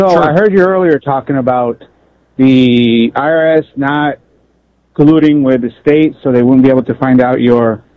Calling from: Portland, Oregon, United States; I'm calling from Portland

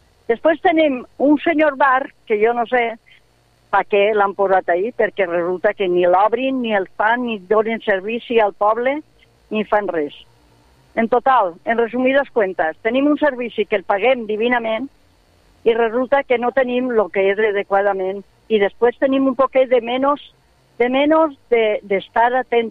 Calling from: Alcoy, Valencian Community, Spain; sóc una alcoiana

